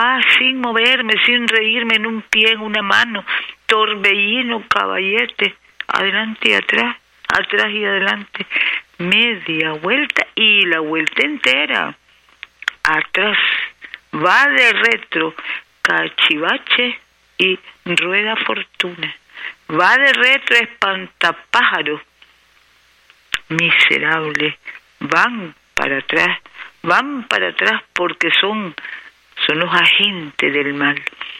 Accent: Nicaragua

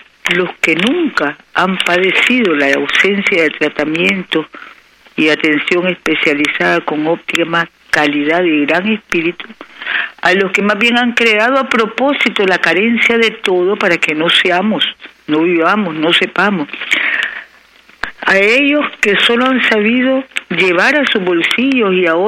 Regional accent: Nicaragua

